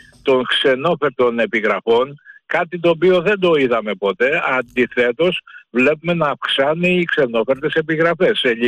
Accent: Kalamata, Peloponnese, Greece; born there; Και πήγαμε στην παραλία, εκεί είναι και το πατρικό μου το σπίτι, και εκεί φτιάξαμε μία σκηνή.

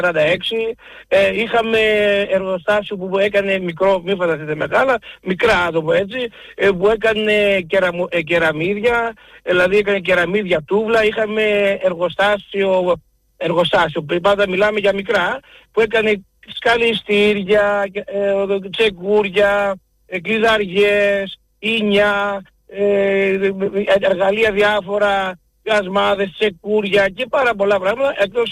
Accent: Greece; born there; Αλλά το δικό μας το χωριό είναι από το 1923 και είναι αμιγώς ποντιακό χωριό Μπαμπαλιό.

